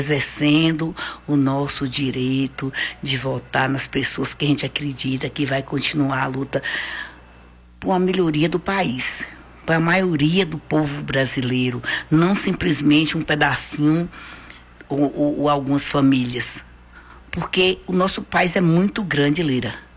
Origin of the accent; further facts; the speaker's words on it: Brazil; a gente pode falar que nós somos brasileiros